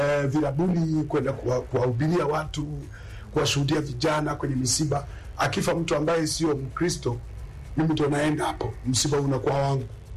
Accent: Rungwe District, Mbeya, Tanzania; Tumezaliwa huko wilaya ya Rungwe, huo mkoa wa Mbeya. Kuna kijiji kinaitwa Rupepo, kuna kamji kadogo kanaitwa Liale Milimani huko. Ndio tumezaliwa huko.

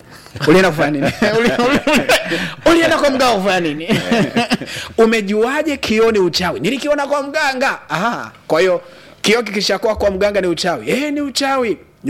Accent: Tanzania; Mimi ni Mtanzania. Niko Tanzania. Ni ndugu yenu kabisa. Nimekaa hapa Iringa miaka zaidi ya 9.

